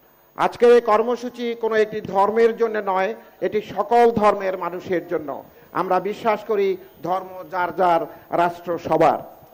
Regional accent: Ramgati, Chittagong Division, Bangladesh; আমার নিজ জেলা লক্ষ্মীপুরের রামগতি উপজেলায় জনগণ আজকের এই অনুষ্ঠান সরাসরি দেখছেন

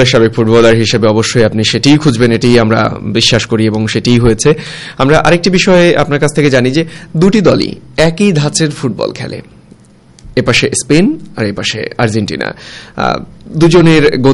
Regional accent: Bangladesh; আমরা বাঙালি, বাংলাদেশ আমাদের প্রিয় মাতৃভূমি

